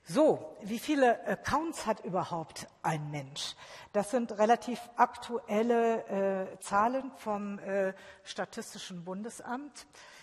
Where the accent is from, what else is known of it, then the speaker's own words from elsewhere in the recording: Düsseldorf, North Rhine-Westphalia, Germany; Also ich komme ja aus Düsseldorf und da kann ich Ihnen sagen